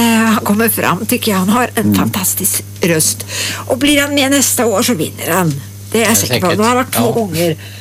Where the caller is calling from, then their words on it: Norway; jag är ju norsk